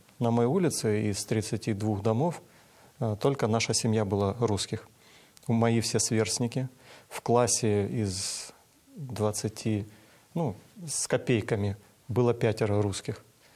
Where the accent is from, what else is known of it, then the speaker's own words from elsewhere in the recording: Kabardino-Balkaria, Russia; я вырос в Кабардино-Балкарии, в Малой Кабарде.